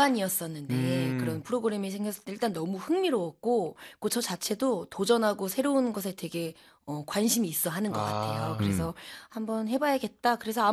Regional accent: Gwangju, South Korea; 제가 전라도 광주 출신인데

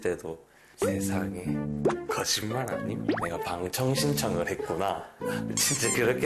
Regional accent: Daegu, South Korea; 저희 대구에서 왔습니다. 대구에서.

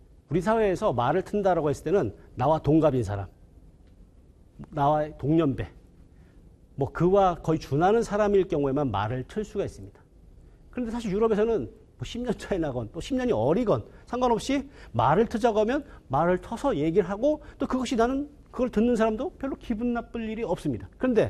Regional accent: South Korea

